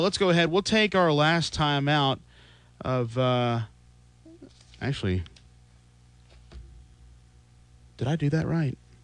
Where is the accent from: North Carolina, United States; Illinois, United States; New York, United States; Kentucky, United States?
North Carolina, United States; Mount Airy; I come from Mount Airy, North Carolina. I come from Mayberry.